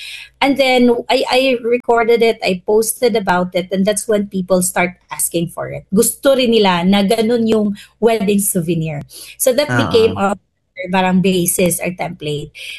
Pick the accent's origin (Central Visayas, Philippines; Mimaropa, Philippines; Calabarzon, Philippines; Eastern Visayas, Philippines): Central Visayas, Philippines; I know naman every Filipino is creative, but different kasi yung Cebuano.